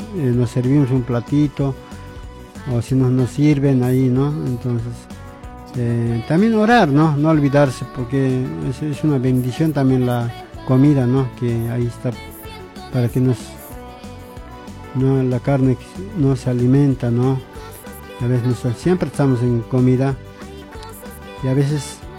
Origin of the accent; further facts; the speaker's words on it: La Paz, Bolivia; yo soy de La Paz, de Bolivia, y de La Paz